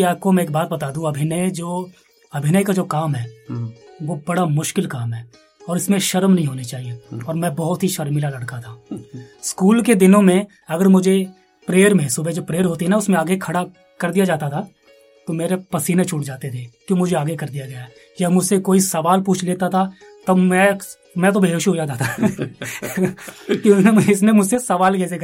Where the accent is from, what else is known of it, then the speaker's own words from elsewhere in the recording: Shahabad Markanda, Haryana, India; also born or lived in Ambala Cantonment; जी sir, Kurukshetra के एक छोटे से शहर शाहबाद मारकंडा, ज्यादातर जो हमारे लिसनर्स हैं उन्होंने सुना ही होगा, मैं वहां का रहने वाला हूँ। वहीं पे मेरी पैदाइश, वहीं पे मेरी पढ़ाई और लगभग सब कुछ मेरा वहीं पे हुआ है।